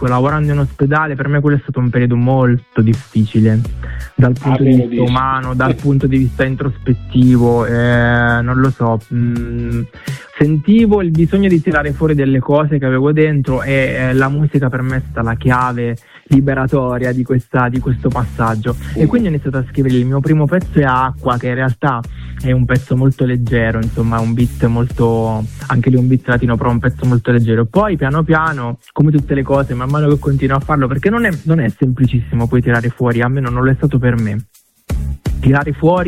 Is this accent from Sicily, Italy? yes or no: yes; Vittoria, Sicily, Italy